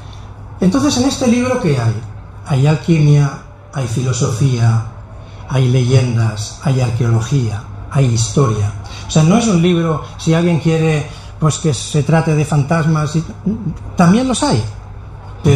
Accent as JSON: {"language": "Spanish", "region": "Catalonia", "country": "Spain", "said": "Yo soy catalán, conozco Cataluña, o pensaba que conocía Cataluña."}